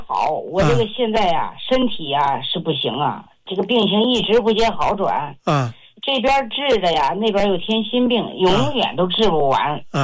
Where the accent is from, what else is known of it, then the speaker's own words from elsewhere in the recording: Shijiazhuang, Hebei, China; 我呢，今年啊68了。我是石家庄的。